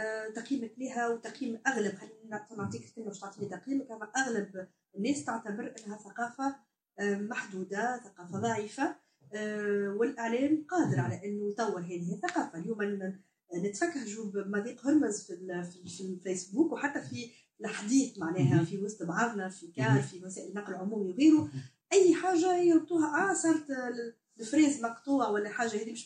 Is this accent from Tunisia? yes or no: yes; Tunisia; أنا اليوم تونسي